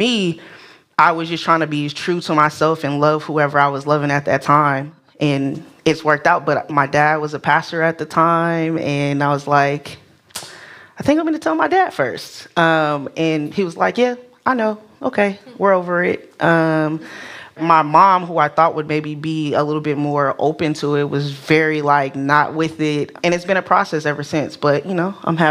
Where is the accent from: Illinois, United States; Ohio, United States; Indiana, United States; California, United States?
California, United States; Oakland; Growing up in Oakland, there was just so many things happening. There's crime, there's violence